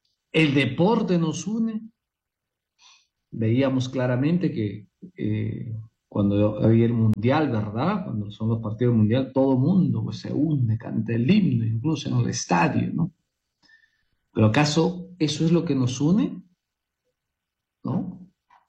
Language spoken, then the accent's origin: Spanish; Peru; nos une como peruanos